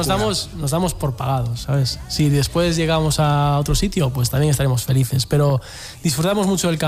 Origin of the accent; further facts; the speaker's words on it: Galicia, Spain; nosotros somos un pueblito de Galicia.